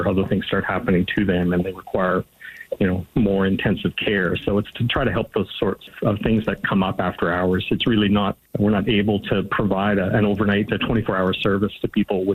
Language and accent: English; southern Cape Breton Island, Nova Scotia, Canada; I was born and raised in Aarhushat and in the southern portion of the island, and I got to experience firsthand what trying to access healthcare looked like in a very rural area.